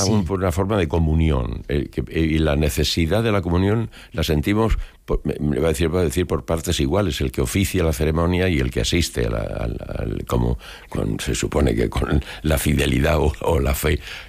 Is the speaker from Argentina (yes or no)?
no; Chinchón, Community of Madrid, Spain; Yo soy de Chinchón, todo el mundo lo sabe.